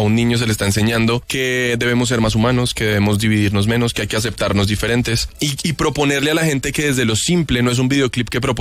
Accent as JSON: {"language": "Spanish", "country": "Colombia", "said": "crecimos en un país en el que cuando juega la Selección Colombia o cuando hay algo que realmente nos une, todos somos familia"}